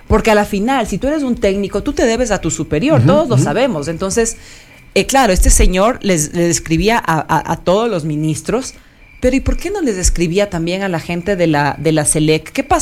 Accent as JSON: {"language": "Spanish", "country": "Ecuador", "said": "nosotros como ecuatorianos"}